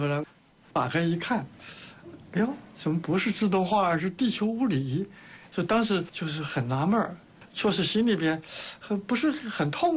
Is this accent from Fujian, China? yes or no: no; Mianyang, Sichuan, China; now in Shenzhen, China; 我出生在四川省绵阳丰谷镇的一个湖江边上